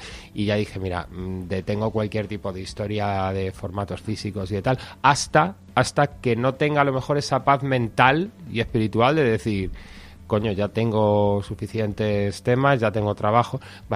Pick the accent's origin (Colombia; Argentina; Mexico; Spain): Spain; Madrid, Community of Madrid; Pero yo soy de Carabanchel, sí, más que no he conocido otra cosa.